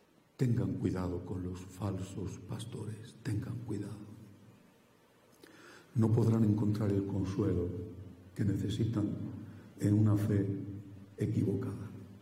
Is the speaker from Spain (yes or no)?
yes; Castile, Spain; Y en los pueblos, sobre todo de mi tierra, de Castilla, todavía hoy se ven encima de la puerta una frase